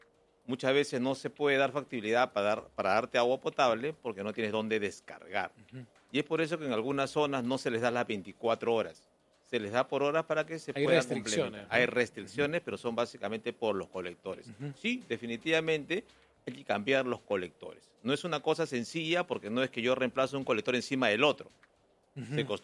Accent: Lima, Peru; Nosotros, como limeños, no nos damos cuenta de la magnitud de la empresa de CEAPAL.

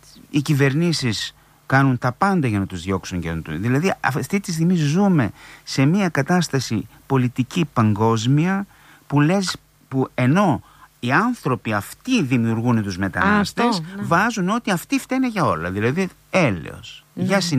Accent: Didymoteicho, Eastern Macedonia and Thrace, Greece; σε χωριό μεγάλωσα στο Δηδημότυχο

